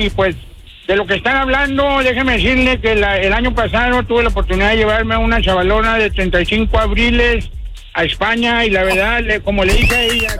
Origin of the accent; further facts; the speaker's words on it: Navojoa, Sonora, Mexico; Del mero Navojoa, de la colonia Francisco Villa.